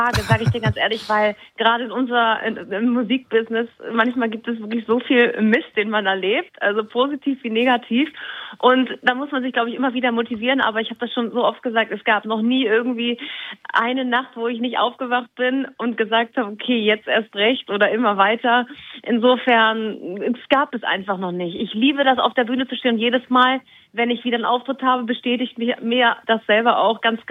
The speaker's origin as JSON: {"language": "German", "region": "Northern Germany", "country": "Germany", "tie": "born or raised there", "said": "Gut, ich bin natürlich da aufgewachsen. Das ist meine Heimat. Meine Family sind da, meine Freunde sind da."}